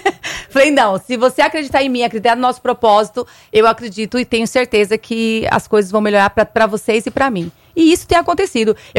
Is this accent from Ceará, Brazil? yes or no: no; Cuiabá, Mato Grosso, Brazil; now in Alagoas, Brazil; Nós somos de Cuiabá, Mato Grosso